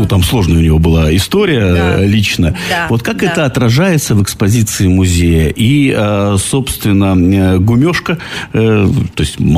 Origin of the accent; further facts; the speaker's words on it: Altai Krai, Russia; Я сам с Алтая, поэтому...